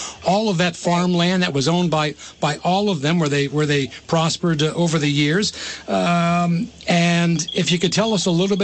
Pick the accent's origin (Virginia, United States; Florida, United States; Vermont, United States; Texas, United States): Vermont, United States; Burlington; I grew up in Burlington